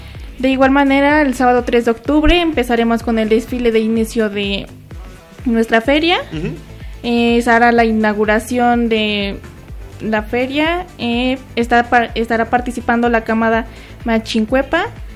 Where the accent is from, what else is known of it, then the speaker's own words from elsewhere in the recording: Mexico; yo soy de San Francisco.